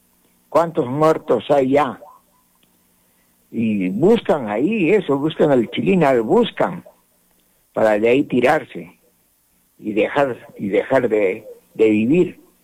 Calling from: Lima, Peru; yo estoy llamando de Lima

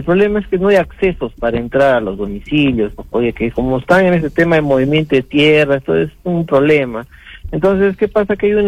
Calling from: Peru; soy vecino acá de Miraflores, de la zona B de Juan 23, es la parte alta de Miraflores.

